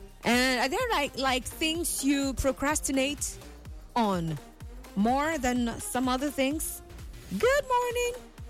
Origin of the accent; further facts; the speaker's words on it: Port Harcourt, Rivers, Nigeria; from Port Harcourt.